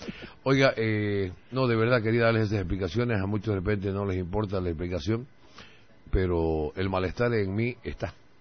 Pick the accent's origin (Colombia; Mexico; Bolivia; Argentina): Bolivia; eastern lowlands; según ellos yo escuchaba, somos los cambas los culpables.